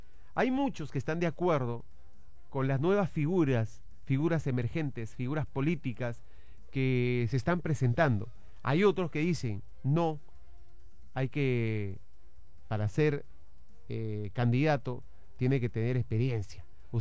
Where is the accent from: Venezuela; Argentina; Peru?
Peru; si somos peruanos y queremos nuestra patria y tenemos identidad